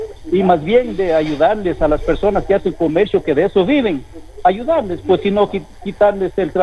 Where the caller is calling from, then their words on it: Loja, Ecuador; yo soy morador del Plateado.